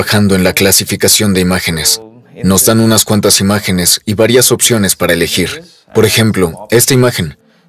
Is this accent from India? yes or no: yes; Kolkata, West Bengal, India; Spanish is a second language; moved away as an adult; now in Germany; Soy de Calcuta, India. Tengo 29 años y ahora mismo estoy haciendo mi maestría aquí en Alemania.